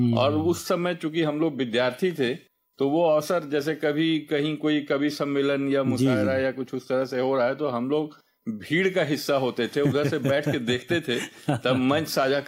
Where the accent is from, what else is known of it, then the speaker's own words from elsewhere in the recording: Uttar Pradesh, India; जैसे मैंने बताया कि मैं पूर्वांचल के जिले से हूँ, तो एक एक भोजपुरी में मूवी आई थी विदेशिया नाम से।